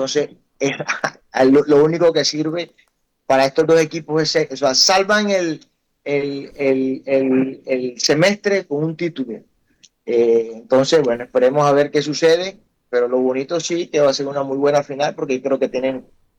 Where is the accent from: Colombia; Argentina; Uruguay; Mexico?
Colombia; Barranquilla, Atlántico; soy barranquillero.